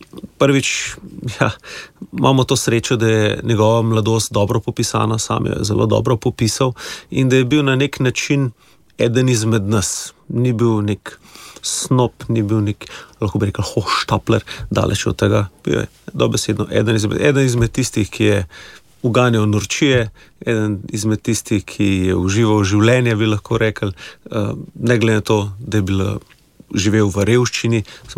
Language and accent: Slovenian; Borovnica, Central Slovenia, Slovenia; born there; Rad rečem, da sem vrhniški občan bil od rojstva, pa se je nekoč odločil vršenčani, da coklarjo namarajo, pa so nas vrgli ven iz občine, imamo svojo občino danes, jaz sem iz Borunice.